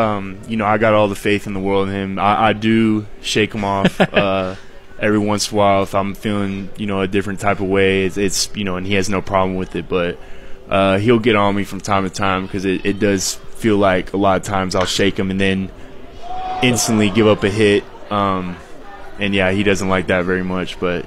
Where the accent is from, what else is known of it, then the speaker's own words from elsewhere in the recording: Houston, Texas, United States; we're both from the Houston area